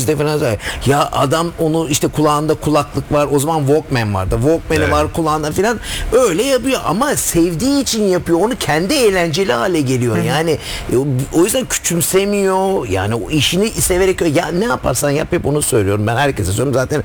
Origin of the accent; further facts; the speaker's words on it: Germany; moved away; Ben Almanya'da doğup büyüdüm.